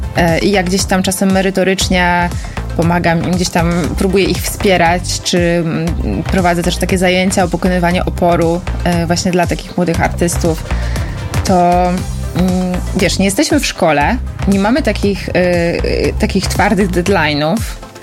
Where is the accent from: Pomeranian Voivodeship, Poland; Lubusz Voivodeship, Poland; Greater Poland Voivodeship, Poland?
Lubusz Voivodeship, Poland; Żagań; moved away as an adult; also born or lived in London